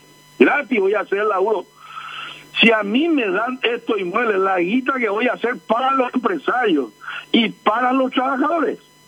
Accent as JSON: {"language": "Spanish", "country": "Paraguay", "said": "Me indigna como ciudadano paraguayo."}